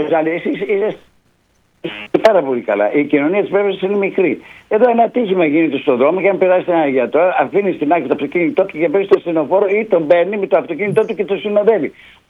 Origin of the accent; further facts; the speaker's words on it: Preveza, Epirus, Greece; όταν είμαι εγώ από την Πρέβεζα 16 χρόνια πρόεδρος στον τομέα ηθικής και διοντολογίας